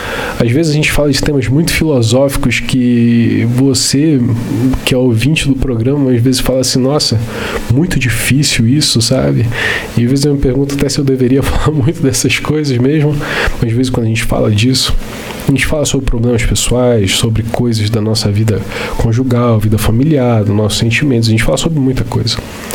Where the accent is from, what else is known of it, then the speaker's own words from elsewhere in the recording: Belém, Pará, Brazil; born there; moved away; eu cresci em Belém do Pará, mesmo não sendo paraense de nascimento, né? Boa parte da minha vida foi, não foi minha vida toda lá, mas uma boa parte da minha vida foi lá.